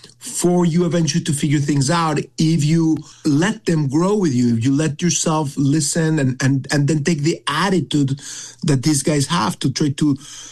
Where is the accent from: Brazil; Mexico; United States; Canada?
Mexico; I grew up in Mexico.